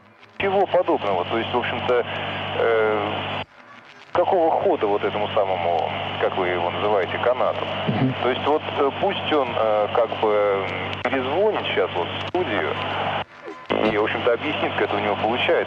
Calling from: Volgograd, Volgograd Oblast, Russia; Я, значит, из Волгограда

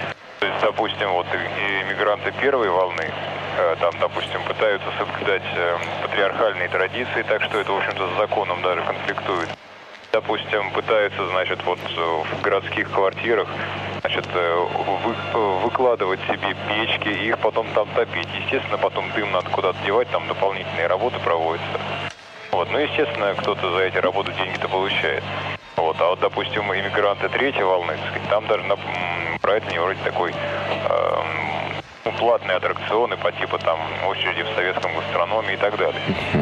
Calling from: Volgograd, Volgograd Oblast, Russia; я тут сам из Волгограда.

